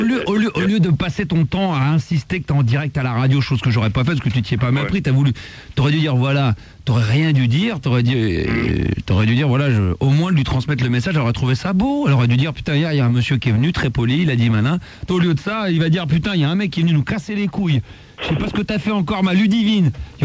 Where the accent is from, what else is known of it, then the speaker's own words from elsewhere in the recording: Hauts-de-France, France; pour te prouver que je suis bien du Nord, je vais te chanter la chanson du Nord